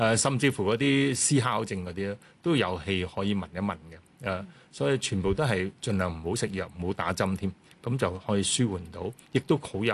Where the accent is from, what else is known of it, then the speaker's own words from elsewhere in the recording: Hong Kong; 我哋香港人